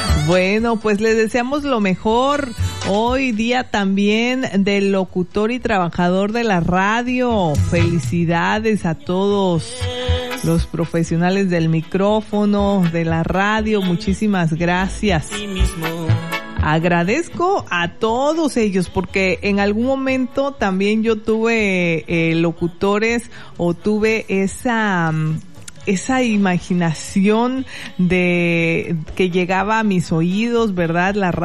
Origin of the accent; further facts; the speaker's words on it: Chiapas, Mexico; festejando que somos chiapanecos, festejando que somos mexicanos